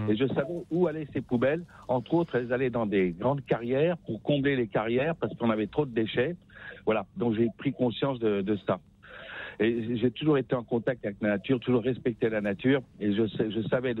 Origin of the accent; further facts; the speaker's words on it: Tataouine, Tataouine Governorate, Tunisia; also born or lived in Black Forest, Germany; mais je suis né en Tunisie, c'est comme ça, mon père était militaire, et j'ai vécu dans un petit village au bord du désert, qui s'appelle Funtatawin, et ensuite mon père a été muté en Allemagne, en Forêt-Noire